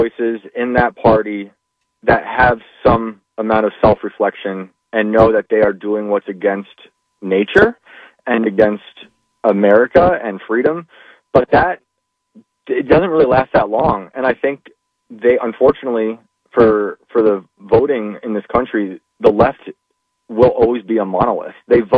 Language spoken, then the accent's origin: English; New York, United States; moved away as an adult; now in West Virginia, United States; And I'm in the great state of West Virginia, and I was born and raised in New York. Now I'm in West Virginia for 5 or 6 years